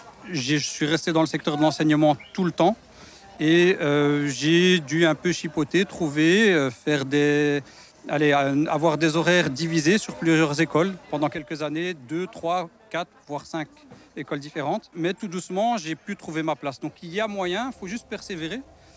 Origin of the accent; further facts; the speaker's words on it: Evere, Brussels-Capital Region, Belgium; J'ai grandi à Evere. J'ai vécu pendant 15 ans à Evere, donc à Bordet, vraiment à l'extrémité de Bruxelles.